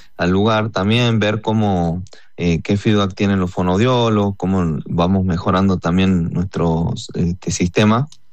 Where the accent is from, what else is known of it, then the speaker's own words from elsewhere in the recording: Tilcara, Jujuy, Argentina; Yo soy de Tilcara, claro. En la quebrada de Humahuaca.